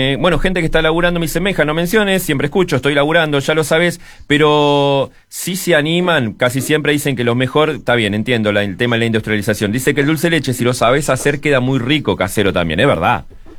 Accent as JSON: {"language": "Spanish", "country": "Uruguay"}